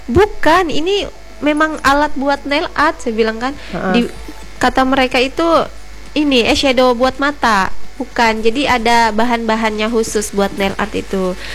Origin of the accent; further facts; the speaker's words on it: Parang Batang, Central Kalimantan, Indonesia; Ya di kampung saya juga.